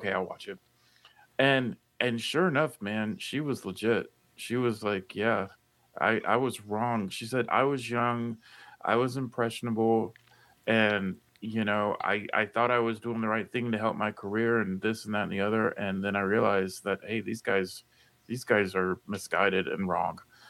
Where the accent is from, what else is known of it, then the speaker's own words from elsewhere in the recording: the South, United States; moved away; I'm from the South, and when I was a kid, I heard that term all the time.